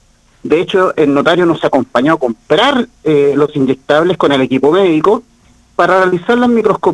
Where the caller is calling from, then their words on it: Concepción, Biobío, Chile; Hablo desde Concepción.